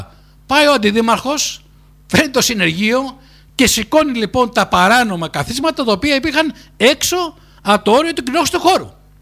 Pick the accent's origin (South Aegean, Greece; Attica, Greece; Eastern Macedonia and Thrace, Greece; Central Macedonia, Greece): South Aegean, Greece; Rhodes; Και το λέω γιατί εγώ γεννήθηκα στην Μεσσονική πόλη, μεγάλωσα στη Μεσσονική πόλη.